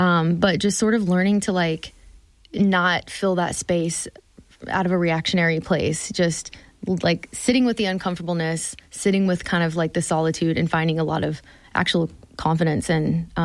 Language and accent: English; Texas, United States; I stumbled across quite literally a sign in my hometown. It's a little tiny town in East Tex